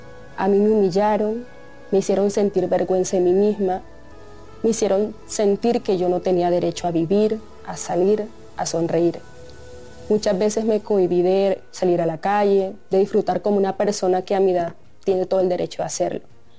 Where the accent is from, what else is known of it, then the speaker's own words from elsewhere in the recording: Codazzi, Cesar, Colombia; Yo soy una pelada de 24 años. Nací en Codazzi, en el Cesar, y hasta fui reina del carnaval de mi pueblo, pa' que vean.